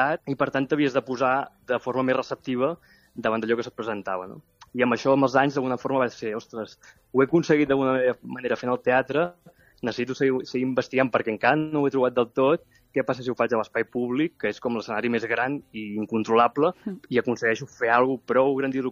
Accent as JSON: {"language": "Catalan", "town": "Mataró", "region": "Catalonia", "country": "Spain"}